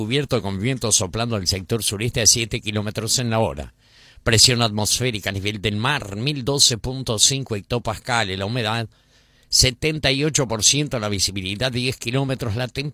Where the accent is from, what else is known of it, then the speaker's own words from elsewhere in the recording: Artigas, Uruguay; No, nacido en el centro, criado en Pueblo Nuevo.